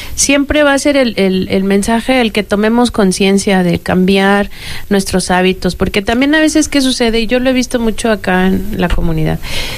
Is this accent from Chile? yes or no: no; Michoacán, Mexico; nos dicen, ay, ¿de dónde vienes? Ay, de Michoacán.